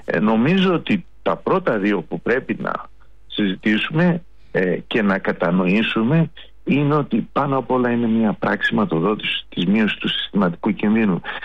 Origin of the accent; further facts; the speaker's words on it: Greece; Δεν έχουμε συνηθίσει ως Έλληνες